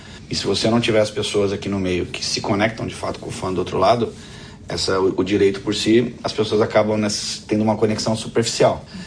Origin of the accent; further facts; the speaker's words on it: Portugal; Particularmente eu sou português, né? Então já tem essa vantagem.